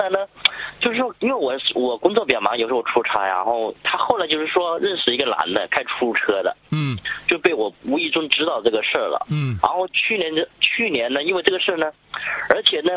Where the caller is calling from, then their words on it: southern China, China; 因为我不是东北人，因为我是南方人